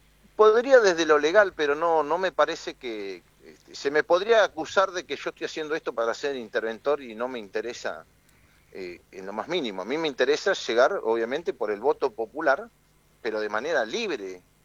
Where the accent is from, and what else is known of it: Argentina